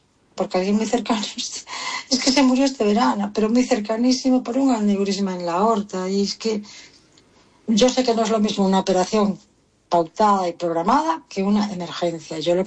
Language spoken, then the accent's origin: Spanish; Vigo, Galicia, Spain; Soy de Vigo, estoy en esta espera para operar